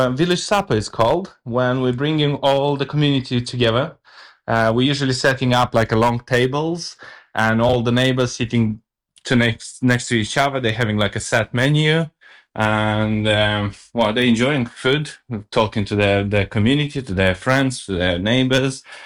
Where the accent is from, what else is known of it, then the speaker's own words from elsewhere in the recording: Moldova; English is a second language; moved away as an adult; now in Northamptonshire, United Kingdom; So I'm from Moldova.